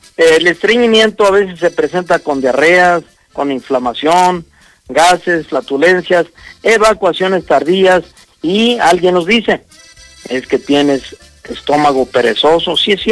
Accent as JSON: {"language": "Spanish", "country": "Mexico", "said": "Muchas veces como mexicanos hasta decimos dichos en la familia."}